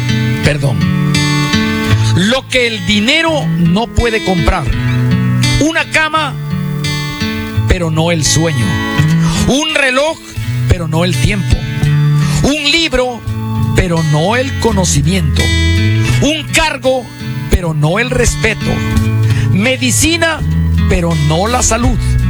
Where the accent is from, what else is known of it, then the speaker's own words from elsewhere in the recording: Ecuador; Seguiremos siendo orgullosamente ecuatorianos.